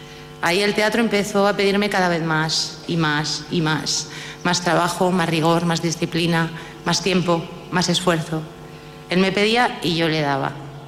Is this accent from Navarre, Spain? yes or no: no; La Rioja, Spain